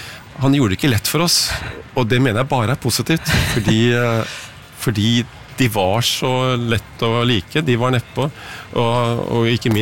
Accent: Porto, Porto District, Portugal; now in Norway; Altså, først må jeg si at vi vokste opp i Portugal, min søster og jeg, og min lille familie. Og da husker jeg egentlig at vi bodde ute i Porto, jeg gikk på en engelsk skole, og vi hadde forlatt Norge

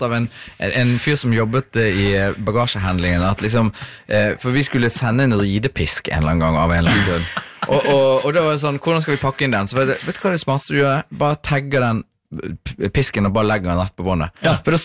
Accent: Trondheim, Trøndelag, Norway; born there; Vi er født i Trondheim, begge to.

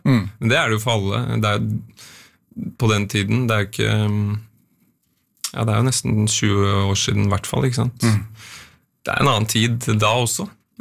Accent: Oslo, Norway; Jeg vokste også opp på Grorud.

